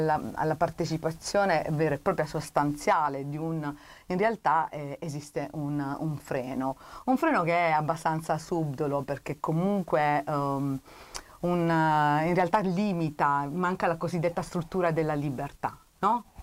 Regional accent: Taranto, Apulia, Italy; in quanto anche Pugliese e Tarantina

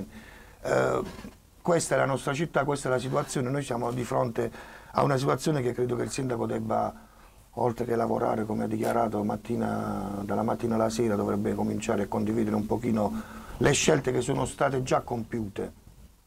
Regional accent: Taranto, Apulia, Italy; Io sono tarantino, tante generazioni

